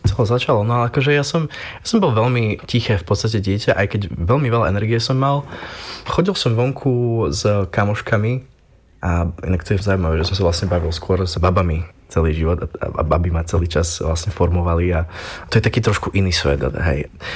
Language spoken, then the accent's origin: Slovak; Košice, Košice Region, Slovakia; Pochádzam z Košíc, z Dargovských hrdinov, sídliska, respektíve Furča. Bývali sme 12 v dvojizbáku Romáci